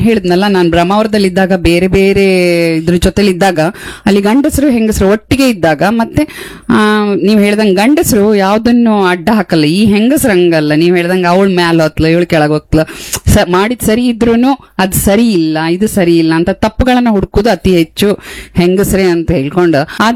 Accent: Raichur, Karnataka, India; now in Kota, India; ನಾವು ಹುಟ್ಟಿ ಬೆಳೆದಿದ್ದೆಲ್ಲ ರಾಯಚೂರು, ಮದುವೆ ಆಗಿ ಬಂದಿದ್ ವಾಪಸ್ ಬೈಂದೂರ್ಗೆ, ಆಮೇಲೆ ಮತ್ತೆ ನಾವು ಇಲ್ಲೇ ಇದ್ದಿದ್ದೀಗ ಕೋಟಕ್ಕೆ ಬಂದದ್ದು.

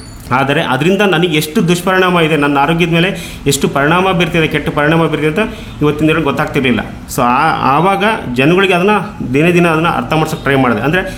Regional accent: Karnataka, India; ಮೂಲತಃ ನಾನು ಬಂದ್ಬಿಟ್ಟು ಅಬ್ಬಳಗೆರೆ ಹತ್ರ ಕಲ್ಗುಂಗುರು, ನನ್ನ ಹಳ್ಳಿ ಒಂದು ಸಣ್ಣ, ಅದೊಂದು ಕುಗ್ರಾಮ. ಸಿಟಿಯಿಂದ ಹೆಚ್ಚು ಕಡಿಮೆ ಒಂದು 10 ಕಿಲೋಮೀಟ್ರ್ ನಿಯರೆಸ್ಟಲ್ಲಿದೆ. ಅಲ್ಲಿ ಇರ್ತಕ್ಕಂಥದ್ದು ನಾವು ತುಂಬಾ, ನಾವು ಹಳ್ಳಿ ರೈತರು

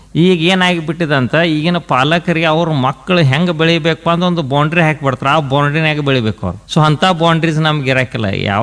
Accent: Bailhongal, Karnataka, India; So ನಮ್ಮ ಬಾಲ್ಯ ತುಂಬಾನೇ ಚೆನ್ನಾಗಿತ್ತು. ನಮ್ಮ ಬಾಲ್ಯವನ್ನು ನಾವೆಲ್ಲ ಕಳೆದಿರೋದು ಬೈಲಹೊಂಗಲದಲ್ಲಿ.

